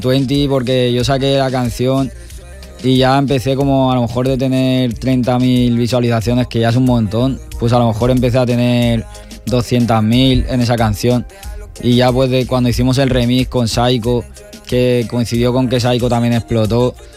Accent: Aldaya, Valencian Community, Spain; Yo creo que sobre todo empecé inspirándome en Valencia, o sea, yo en aquí, en Aldaya, en mi pueblo

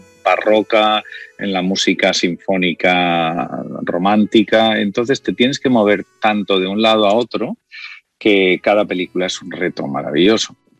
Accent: Valencian Community, Spain; porque como alicantino, valenciano, estas raíces de Salitre y de la Marina, que donde yo me crié en la infancia

